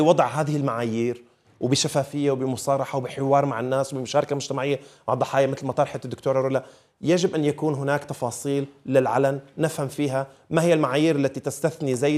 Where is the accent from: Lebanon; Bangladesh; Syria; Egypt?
Syria; وحقيقة كسوريين عشنا بسوريا وبنعرف سوريا وحبسنا